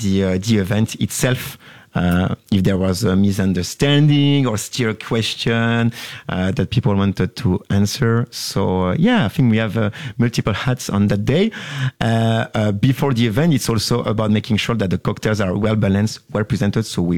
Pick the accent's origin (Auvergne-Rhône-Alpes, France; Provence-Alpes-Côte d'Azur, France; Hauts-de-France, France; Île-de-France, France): Hauts-de-France, France; now in Brussels, Belgium; Then we moved together in Brussels.